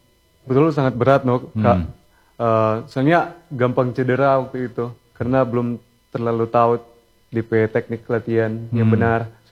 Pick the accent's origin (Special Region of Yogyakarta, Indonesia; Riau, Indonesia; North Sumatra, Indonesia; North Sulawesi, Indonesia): North Sulawesi, Indonesia; Tomohon; Biasa kita yang ke Tondano, kita kan dari Tomohon. Jadi kita ke Tondano, pergi ke mereka, terus latihan-latihan bersama, terus mereka support.